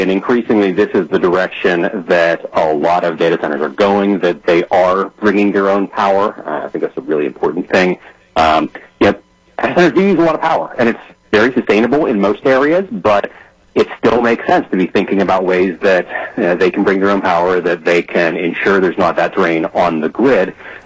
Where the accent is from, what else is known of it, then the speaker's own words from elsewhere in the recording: United States; as an American